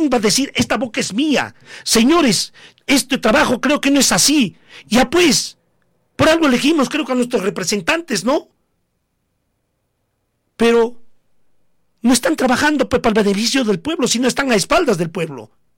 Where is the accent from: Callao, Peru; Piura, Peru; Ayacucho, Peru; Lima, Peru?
Ayacucho, Peru; Coracora